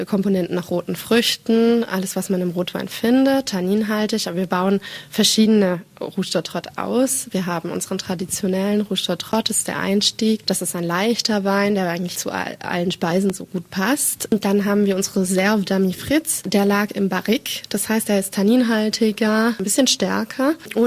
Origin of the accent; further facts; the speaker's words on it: Germany; Und zwar habe ich nach Abitur in Deutschland, ich komme ja aus Deutschland